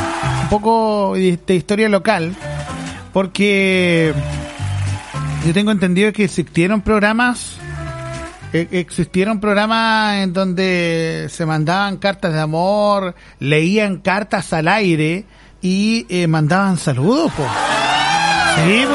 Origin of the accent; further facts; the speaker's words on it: Río Negro, Los Lagos, Chile; now in Los Ángeles, Chile; allá donde crecí yo, en Río Negro